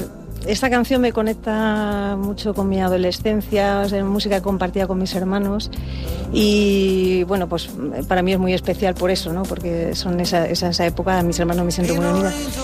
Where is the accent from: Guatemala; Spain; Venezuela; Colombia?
Spain; Madrid, Community of Madrid; moved away as an adult; now in Canary Islands, Spain; si tengo que hablar de un punto de partida en mi vida es Madrid. Yo soy de Madrid, aunque bueno, me siento ya casi la mitad de mi vida la llevo en Canarias, bueno, un poco menos, pero prácticamente. Pero sí que es verdad que ese es mi origen, ¿no? Mi vida en Madrid, mi infancia en Madrid